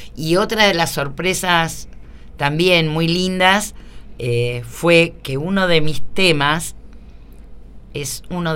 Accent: Arroyo Seco, Santa Fe, Argentina; moved away; also born or lived in Rosario, Argentina; Porque yo soy oriunda de... Nací en Arroyo Seco, pero me formé, estudié y trabajé en Rosario.

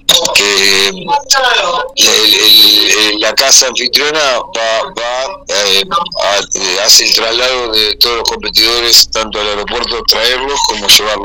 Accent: General Rodríguez, Buenos Aires Province, Argentina; estamos hablando con mi patria chica, comentarte que hay tres representantes de General Rodríguez

